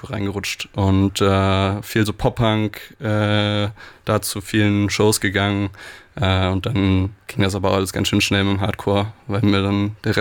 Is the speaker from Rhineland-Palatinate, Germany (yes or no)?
yes; Rhineland-Palatinate, Germany; now in Cologne, Germany; Also ich komme aus dem Rheinland, Neuwied am Rhein unten an der Ecke, also Linz am Rhein, einmal über den Berg aus dem kleinen Dorf, da bin ich aufgewachsen